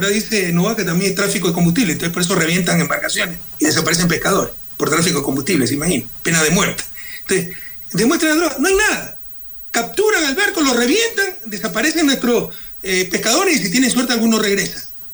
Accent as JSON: {"language": "Spanish", "country": "Ecuador", "said": "yo no puedo permitir como ecuatoriano"}